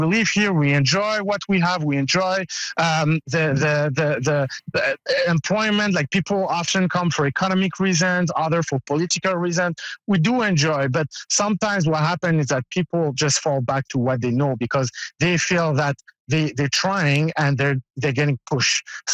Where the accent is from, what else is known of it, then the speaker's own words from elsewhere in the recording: Canada; people there know that I'm foreign, you know, I'm Canadian.